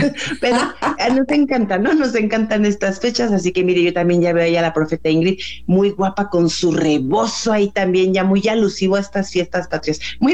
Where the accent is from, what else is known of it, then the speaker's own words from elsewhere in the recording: Mexico; Porque pues somos mexicanos